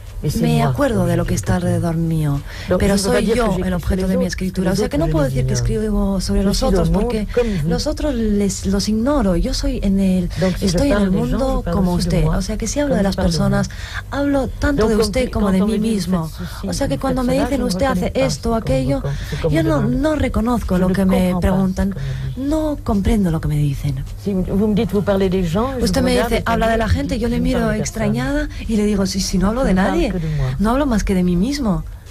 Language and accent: Spanish; Vietnam; Spanish is a second language; moved away as an adult; now in France; Yo llegué a Francia a los 18 años. Hablé vietnamita tan bien como el francés durante toda mi infancia. A los 18 años me dijeron que tenía que ir a Francia y que yo era francesa. Y desde entonces ya no volví nunca allí.